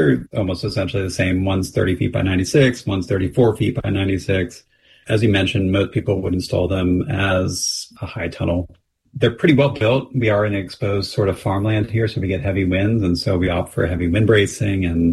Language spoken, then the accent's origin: English; Pennsylvania, United States; born or raised there